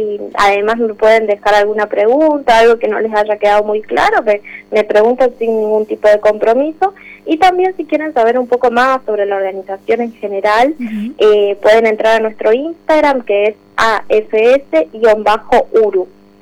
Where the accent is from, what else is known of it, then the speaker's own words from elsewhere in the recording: Argentina; moved away as an adult; also born or lived in Flemish Belgium; now in Montevideo, Uruguay; soy argentina, pero estoy actualmente acá en Montevideo, en la oficina de FS.